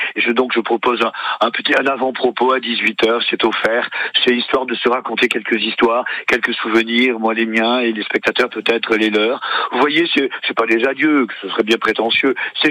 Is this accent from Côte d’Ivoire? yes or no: no; Louvie-Juzon, Nouvelle-Aquitaine, France; also born or lived in Pau; c'est Louvigeuzon, je m'amuse à dire que c'est notre Avignon à nous. Ma famille vit toujours, j'y suis né ou presque, je suis né à Pau, mais j'ai vécu mon enfance ici.